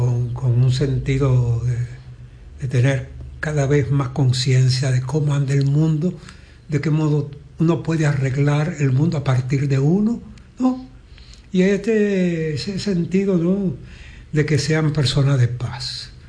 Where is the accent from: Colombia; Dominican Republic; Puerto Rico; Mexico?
Dominican Republic; Soy dominicano.